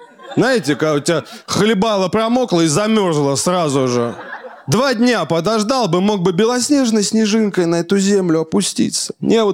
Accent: Kursk, Kursk Oblast, Russia; А я из Курска переезжал, мне так нравилось метро. Я туда заходил, такой, ого, тут у людей куртки разные.

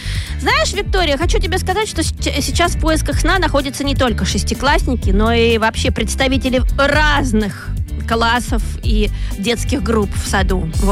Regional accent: Rostov-on-Don, Rostov Oblast, Russia; Всем доброе утро … из Ростова-на-Дону.

